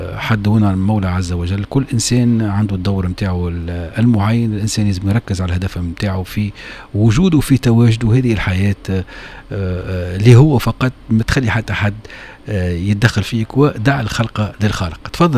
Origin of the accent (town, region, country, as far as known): Tunisia